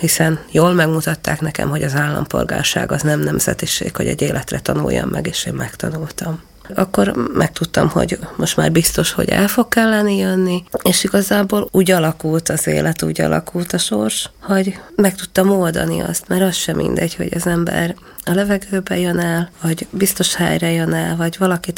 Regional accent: Berehove, Zakarpattia Oblast, Ukraine; moved away as an adult; én kárpátaljai vagyok, és talán az ember 37 évig él valahol, nem leszek soha máshonnai, mindig beregszászi leszek.

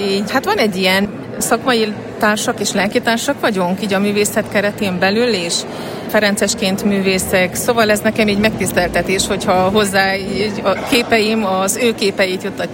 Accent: Sfântu Gheorghe, Covasna, Romania; Erdélyi vagyok, igen.

